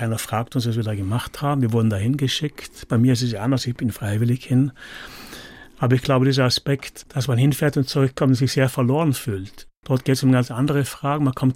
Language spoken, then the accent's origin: German; Iran; Aber sicher, wir sind auch geprägt durch den starken, gerade im Iran, wo ich aufgewachsen bin, damals bundesdeutschen Tourismus, der war sehr stark.